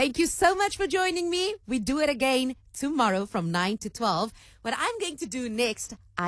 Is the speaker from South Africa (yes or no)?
yes; Somerset West, Western Cape, South Africa; You know, I've always been like proudly Somerset Western. You know, I'm always like, I'm from Somerset West, Somerset West, Somerset West.